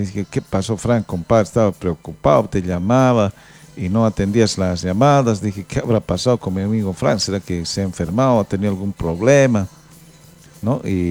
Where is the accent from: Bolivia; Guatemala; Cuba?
Bolivia; Potosí; Yo soy potosino de la ciudad de Potosí.